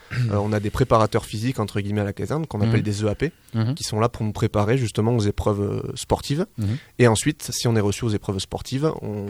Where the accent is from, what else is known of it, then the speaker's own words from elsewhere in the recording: Hinx, Nouvelle-Aquitaine, France; Moi je suis issu de Hengs. T'as annoncé les fêtes de village de Hengs. J'étais très content qu'on représente un peu la Chalosse ici sur la côte sud. Donc j'étais de Hengs